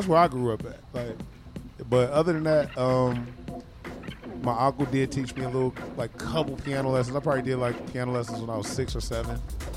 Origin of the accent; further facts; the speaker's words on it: Detroit, Michigan, United States; Even though I'm from Detroit, Damon's.